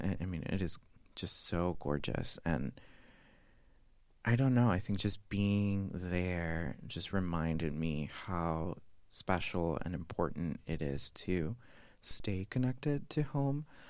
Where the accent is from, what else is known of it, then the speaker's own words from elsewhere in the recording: Ecuador; now in United States; I had, of course, experienced it before as a kid growing up in Ecuador